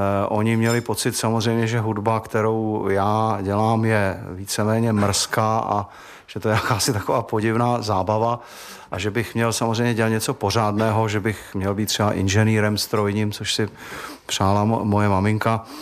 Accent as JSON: {"language": "Czech", "region": "Prague", "country": "Czechia", "tie": "born or raised there", "said": "Tak, celý život jsem v Praze žil, až do loňského roku."}